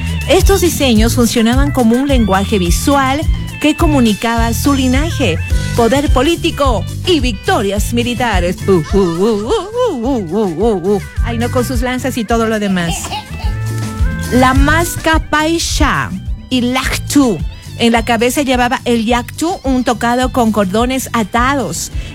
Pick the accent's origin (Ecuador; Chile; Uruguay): Ecuador; Recuerden que somos ecuatorianos y no somos muy altos los ecuatorianos.